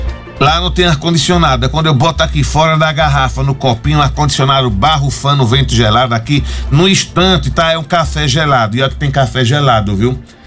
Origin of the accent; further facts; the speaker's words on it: Sergipe, Brazil; moved away as an adult; also born or lived in Aracaju; now in Belo Horizonte, Brazil; eu sou de Sergipe, eu sou de Serrinha na Bahia.